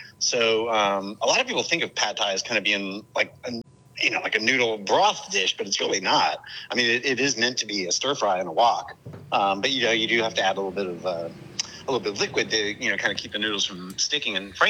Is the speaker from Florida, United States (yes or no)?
yes; Jacksonville, Florida, United States; I grew up here in Jacksonville, Florida. You know, this is not truly the Deep South, but it's, you know, it's pretty cracker here.